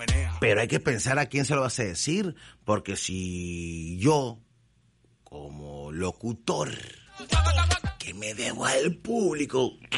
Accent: Mexico

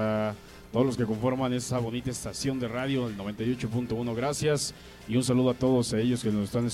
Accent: Puebla, Mexico; Zapalucan, Puebla, desde allá venimos, aquí cerquita

